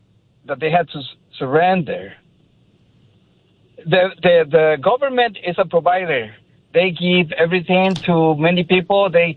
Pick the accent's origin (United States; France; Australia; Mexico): Mexico; English is a second language; I come from Mexico, and getting a pencil, I took care of it until I was almost done with it.